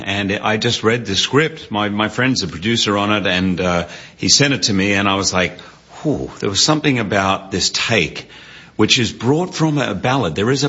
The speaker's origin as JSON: {"language": "English", "country": "Australia", "tie": "born or raised there"}